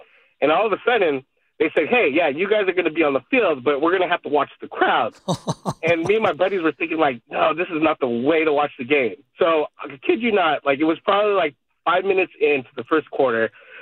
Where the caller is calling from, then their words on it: Vacaville, California, United States; we're from Vacaville, Fairfield.